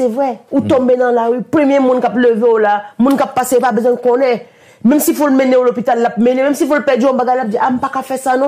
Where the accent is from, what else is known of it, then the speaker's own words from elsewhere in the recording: Cameroon; moved away; moi, je suis parti du Cameroun. Ça fait une quarantaine d'années maintenant.